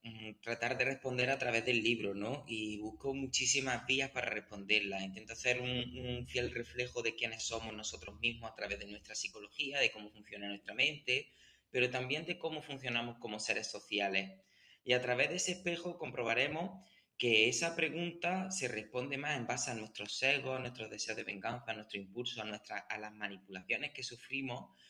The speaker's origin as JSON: {"language": "Spanish", "region": "Andalusia", "country": "Spain", "moved": "as an adult", "said": "quería irme de mi pueblo. Yo soy de un pueblo de Jaén"}